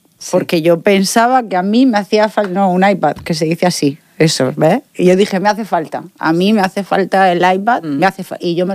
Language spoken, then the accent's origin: Spanish; Region of Murcia, Spain; accent: murciano; Yo, como murciana